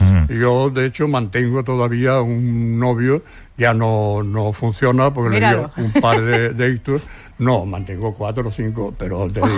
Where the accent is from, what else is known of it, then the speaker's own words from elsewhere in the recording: Seville, Andalusia, Spain; now in Barcelona, Spain; nosotros cuando vinimos de Sevilla.